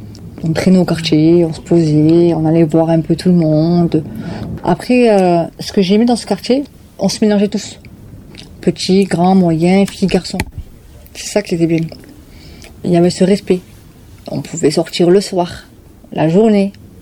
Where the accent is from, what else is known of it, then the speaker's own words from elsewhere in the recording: Toulouse, Occitanie, France; 35 ans. Maman, trois enfants. J'ai grandi à la Reinerie. Quand je suis née à la Reinerie, on va dire, plutôt.